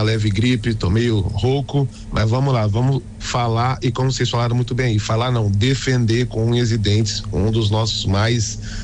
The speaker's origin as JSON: {"language": "Portuguese", "region": "Espírito Santo", "country": "Brazil"}